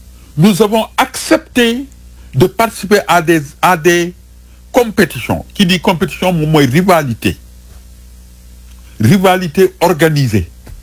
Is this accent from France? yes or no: no; Senegal; Tout ce qui peut faire te donner une fierté permettant de dire que je suis sénégalais et je revendique ma sénégalité